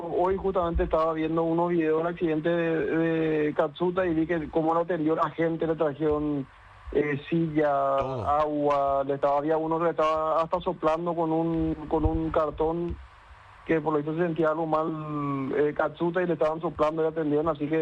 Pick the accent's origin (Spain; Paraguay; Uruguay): Paraguay; los paraguayos somos demasiado más grandes de lo que nos creemos.